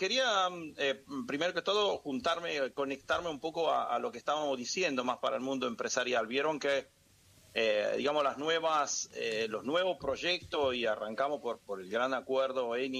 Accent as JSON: {"language": "Spanish", "region": "Lombardy", "country": "Italy", "said": "Yo soy del lago de Como. Así que estoy para allá arriba, casi Suiza."}